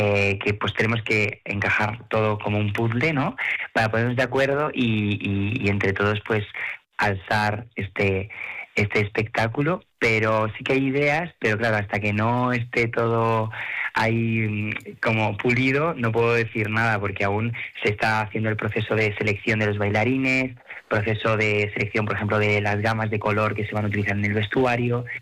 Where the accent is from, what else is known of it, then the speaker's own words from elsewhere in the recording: Spain; Y este año pues aquí en España, en mi tierra, pues en el Santiago Bernabéu